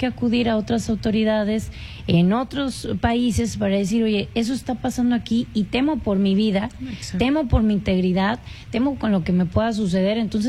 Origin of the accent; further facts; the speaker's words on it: Coahuila, Mexico; como mexicanos, como coahuilenses